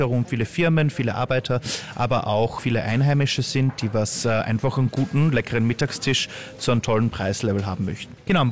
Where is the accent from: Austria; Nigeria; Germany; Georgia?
Austria; moved away; Ich bin ja Österreicher, wenn man es vielleicht ein bisschen hört.